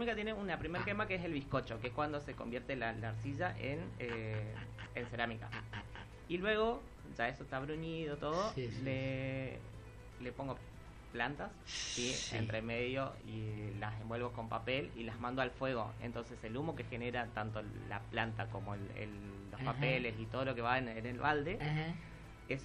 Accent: Puerto Tirol, Chaco, Argentina; fui nacido y criado ahí.

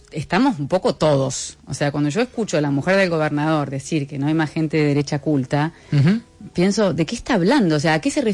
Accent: Argentina; moved away as an adult; also born or lived in France; yo tan argentina, tan ingenua, tan católica

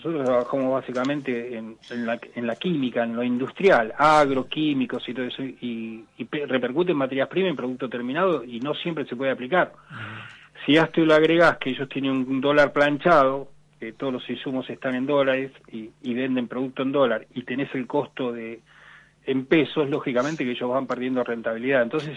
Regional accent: Chubut, Argentina; nosotros somos … de Chubut

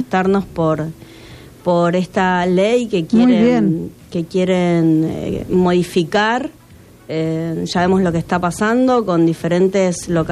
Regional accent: Rafaela, Santa Fe, Argentina; No, yo vengo de la ciudad de Rafaela.

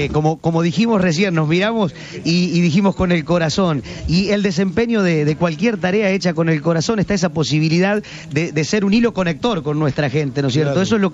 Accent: Rojas, Buenos Aires Province, Argentina; No, vivo en mi pago natal, soy nativo de Rojas, provincia de Buenos Aires, noroeste.

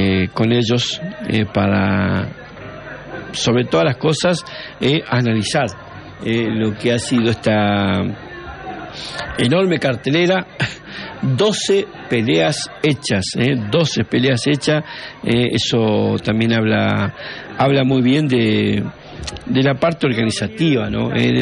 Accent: Argentina; nos hubiese encantado como argentino que Lionel Messi también venga a la Argentina

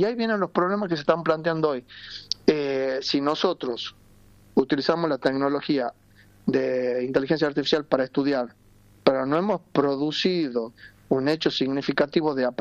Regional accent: Argentina

